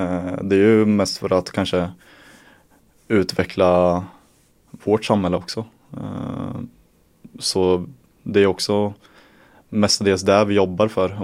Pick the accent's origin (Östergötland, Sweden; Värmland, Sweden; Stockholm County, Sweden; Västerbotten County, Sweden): Östergötland, Sweden; Vadstena; moved away as an adult; now in Linköping, Sweden; 24 år gammal. Född och uppvuxen i Vadstena. Men har bott nu i Linköping i ett år. Och flyttade hit på grund av jobbet